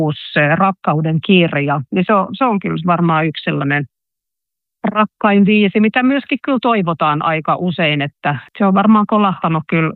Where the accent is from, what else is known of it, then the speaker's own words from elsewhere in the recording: Pori, Satakunta, Finland; Ja sitten kun mä oon Porista kotoisin, mä oon asunut 5 ekaa vuotta siellä